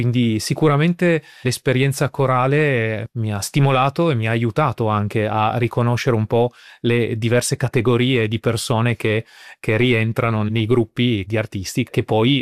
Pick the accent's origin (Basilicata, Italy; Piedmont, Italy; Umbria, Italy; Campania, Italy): Piedmont, Italy; al conservatorio di Cuneo, sono originario della provincia di Cuneo.